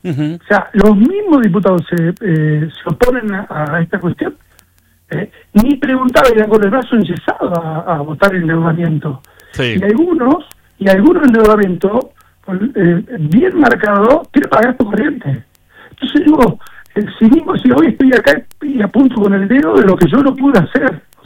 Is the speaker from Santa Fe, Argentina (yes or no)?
no; Pico Truncado, Santa Cruz, Argentina